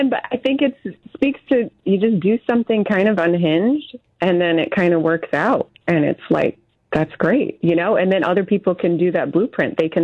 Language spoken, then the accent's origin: English; New York, United States